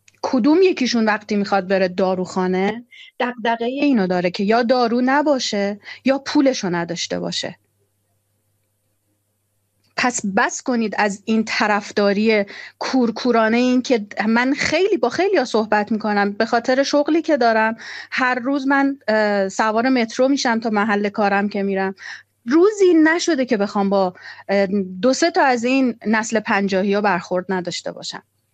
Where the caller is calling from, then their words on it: Tehran, Tehran Province, Iran; من از تهران هستم، از 18 و 19 دی برگشتم.